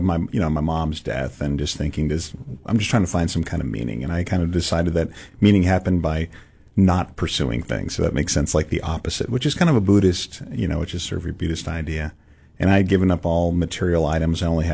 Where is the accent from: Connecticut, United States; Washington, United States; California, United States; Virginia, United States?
California, United States; San Francisco; I'm growing up in San Francisco, so it's not like you're not in the middle of church culture. I didn't know a kid who went to church.